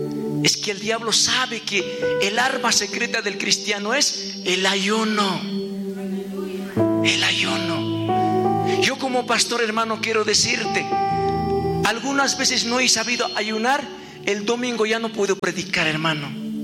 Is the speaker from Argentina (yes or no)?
no; Bolivia; gracias a Dios en Bolivia no conocimos alarma